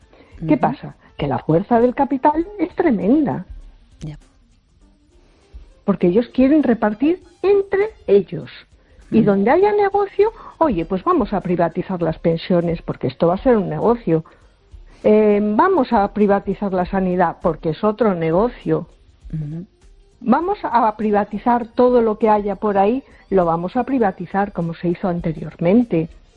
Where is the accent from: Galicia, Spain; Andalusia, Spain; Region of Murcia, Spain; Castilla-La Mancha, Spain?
Galicia, Spain; A Coruña